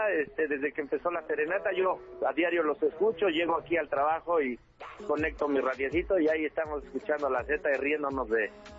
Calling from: Mexico City, Mexico; ahorita estamos aquí en el trabajo, por acá por Churubusco, a espaldas del Hospital Jopo, en la empresa Editorial Trillas.

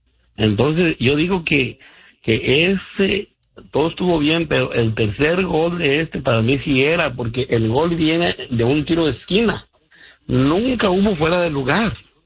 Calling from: Los Angeles, California, United States; Buenos días, de acá de Los Ángeles, de California.

